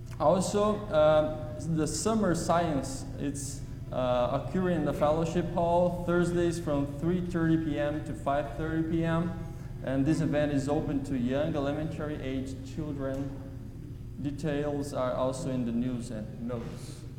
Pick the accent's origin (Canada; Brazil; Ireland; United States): Brazil; English is a second language; moved away; As you can see by my accent, I'm not from here, I'm from Brazil